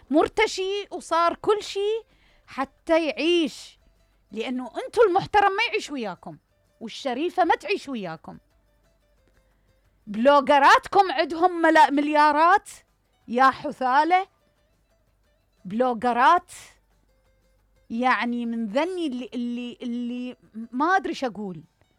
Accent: Iraq

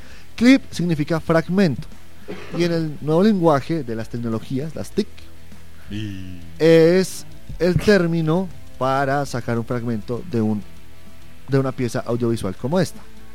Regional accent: Bogotá, Bogotá Capital District, Colombia; Amamos la fría. Somos más rolos que la changua y que la ajiaco.

